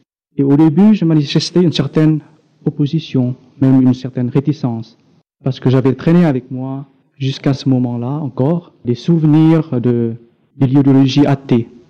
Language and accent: French; Vietnam; moved away as an adult; Je viens du Vietnam et vous le savez tous, c'est une terre meurtrie, c'est une terre de souffrance. Et à l'âge de 18 ans, lorsque j'avais quitté mon pays en 68